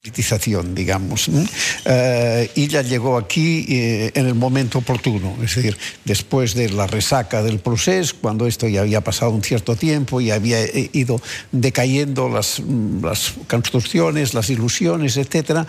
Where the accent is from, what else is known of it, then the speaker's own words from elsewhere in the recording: Catalonia, Spain; Bueno, un poco difícil porque yo soy ciudadano de España, pero catalán, que es distinto, pero bueno.